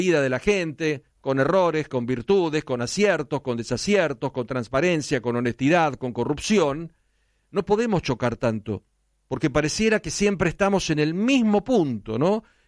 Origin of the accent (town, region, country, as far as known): Argentina